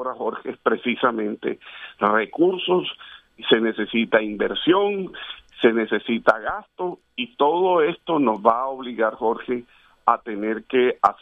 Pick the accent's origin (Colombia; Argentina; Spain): Colombia; mi solidaridad con lo que está sucediendo en el país como colombiano, muy dolido